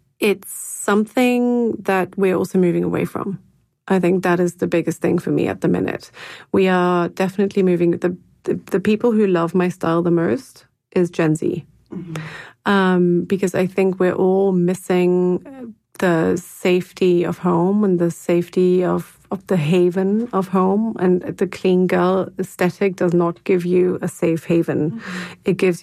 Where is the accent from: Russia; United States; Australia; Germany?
Germany; Hamburg; the flat that I grew up in Hamburg had, it evolved, obviously.